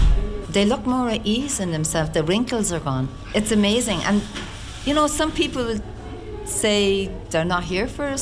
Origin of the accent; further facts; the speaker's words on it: Dublin, Leinster, Ireland; accent: Dublin; I grew up in Dublin.